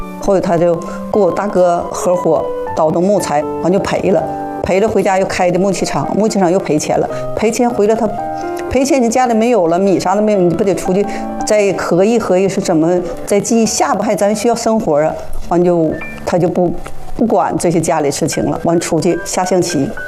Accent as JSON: {"language": "Chinese", "region": "Northeast China", "country": "China", "said": "我们也是我们老家，但他好像是河北的，上我们东北那边去了。"}